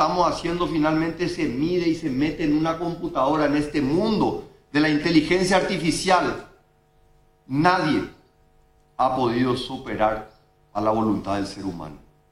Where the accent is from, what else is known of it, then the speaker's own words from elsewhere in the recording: Paraguay; hoy este es el momento que yo vengo a decirte como paraguayo, gracias, mi querido escribano.